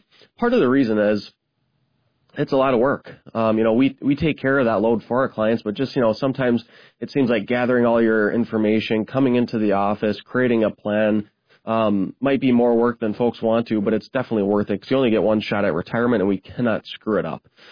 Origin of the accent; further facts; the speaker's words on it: Midwest, United States; growing up in the Midwest here my whole life